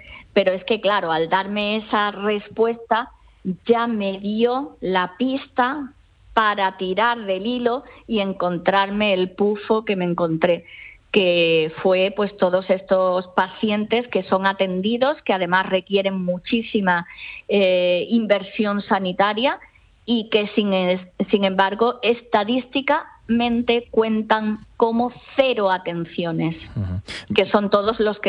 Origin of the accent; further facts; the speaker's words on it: Ceuta, Spain; yo eso en mi tierra, bueno, que es Ceuta, es llamarme exagerada